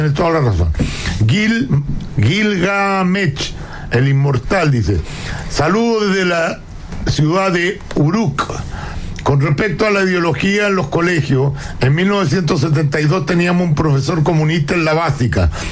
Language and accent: Spanish; Santiago, Santiago Metropolitan Region, Chile; uno cuando chico se crió en el Estadio Palestino, y tengo muchos amigos y familiares palestinos.